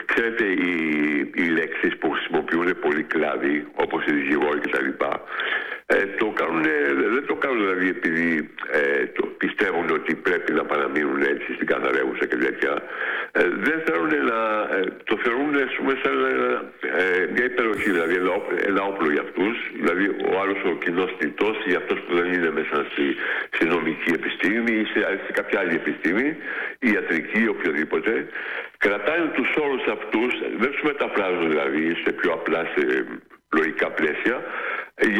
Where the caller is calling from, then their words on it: Athens, Attica, Greece; also born or lived in Patisia; Πρώην από Πατήσια.